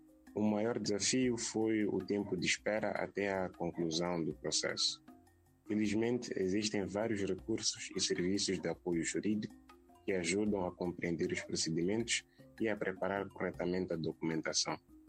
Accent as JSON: {"language": "Portuguese", "country": "Mozambique", "moved": "yes", "lives_now": "Poland", "said": "quando digo que sou moçambicano"}